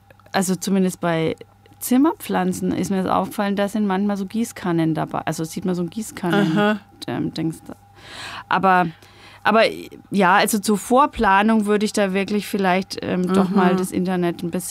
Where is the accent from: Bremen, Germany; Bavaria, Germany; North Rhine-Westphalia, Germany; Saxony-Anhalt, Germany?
Bavaria, Germany; ich könnte auch rot-weiß sagen, ne? Dann sind meine Franken.